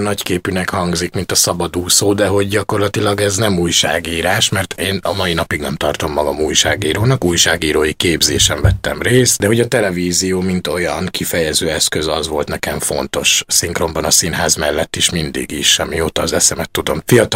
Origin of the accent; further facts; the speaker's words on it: Kocsola, Tolna, Hungary; now in Budapest, Hungary; Tolna megyéből érkeztem, kis kitérőkkel, mármint a fővárosba, Dombovár mellett egy kis falu, Kocsola, körülbelül 1500-an laknak ott.